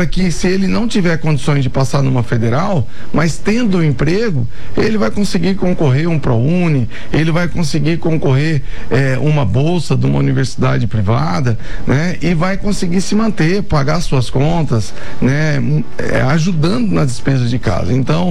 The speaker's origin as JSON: {"language": "Portuguese", "region": "Mato Grosso", "country": "Brazil", "lives_now": "Campo Grande, Brazil", "said": "Eu venho do Mato Grosso, mas tenho parentes em Morrinhos, no Goiás, ali a região mais próxima de Goiânia. E eu estou aqui desde 98, estou em Campo Grande"}